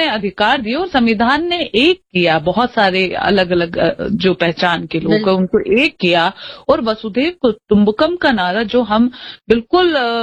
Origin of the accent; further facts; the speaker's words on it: Rajasthan, India; राजस्थान, ये मारवाड़ी शब्द है ढीणे रखना, यानी बकरियां जब जानवर होते हैं, जो बकरा बकरी वगैरह, क्योंकि मैं एक कस्बे से आती हूँ